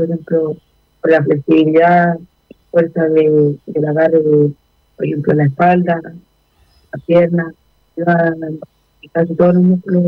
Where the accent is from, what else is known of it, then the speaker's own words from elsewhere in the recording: Chillán, Ñuble, Chile; yo soy aquí de Chillán, vivo aquí por Parque Lantaño.